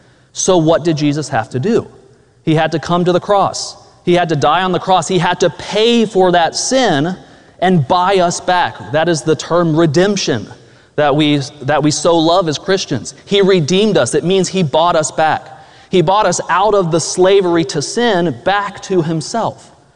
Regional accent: Pensacola, Florida, United States; I grew up here. I was born here in Pensacola.

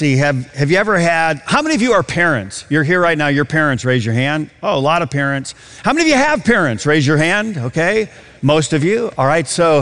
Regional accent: Michigan, United States; I grew up in Michigan, get out of snow.

